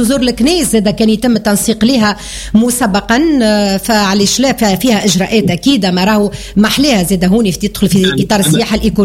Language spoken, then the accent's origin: Arabic; Sfax, Sfax Governorate, Tunisia; بلادنا صفاقس